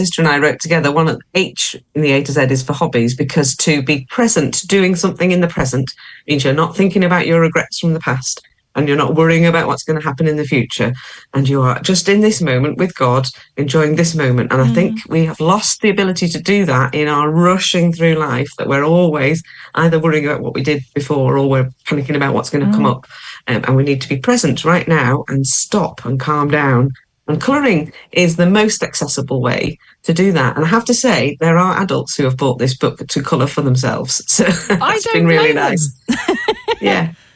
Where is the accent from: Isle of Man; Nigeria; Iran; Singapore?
Isle of Man; now in Lancaster, United Kingdom; I'm from the Isle of Man, so I've seen a lot of seagulls, and I live in Lancaster, so I'm quite near the coast.